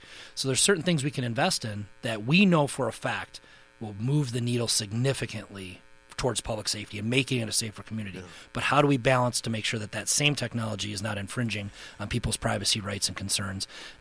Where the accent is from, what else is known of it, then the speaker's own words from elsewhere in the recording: Kenosha, Wisconsin, United States; I was born and raised here, and then I graduated high school and was weighing all different types of options.